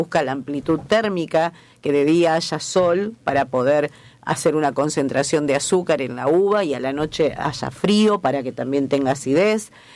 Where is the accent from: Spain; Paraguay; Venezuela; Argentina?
Argentina; now in Funes, Argentina; Nosotros recordamos como argentinos una mesa en los 70, en los 80